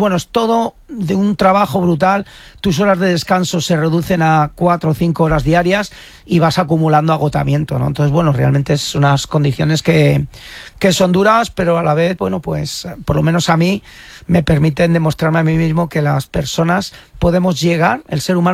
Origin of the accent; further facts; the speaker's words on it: Íscar, Castile and León, Spain; Eso curte, sí, sí, es un territorio duro. Soy castellano y ahí nos hacemos duros.